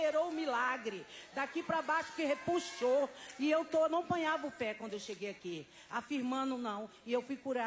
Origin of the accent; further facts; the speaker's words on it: Campinas, São Paulo, Brazil; Então, ontem eu sou de Campinas e ontem eu estava com uma viagem para Santa Catarina numa missão lá, né, para fazer.